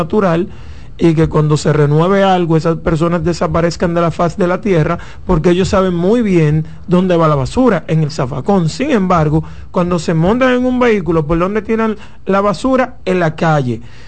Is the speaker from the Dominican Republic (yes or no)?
yes; Dominican Republic; nosotros como dominicanos.